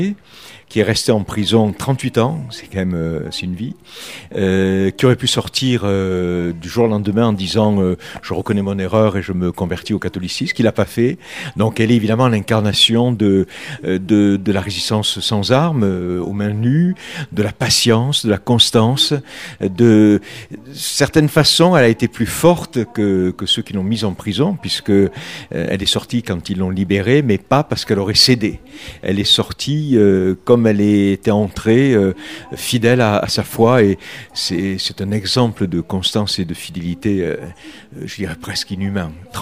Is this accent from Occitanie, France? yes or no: yes; Occitanie, France; je viens des Cévennes, en quasi voisin